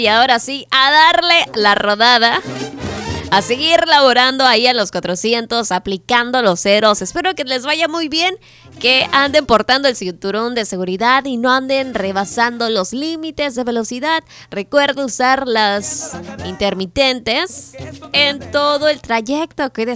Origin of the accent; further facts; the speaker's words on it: Mexico; como mexicanos aquí nos vale.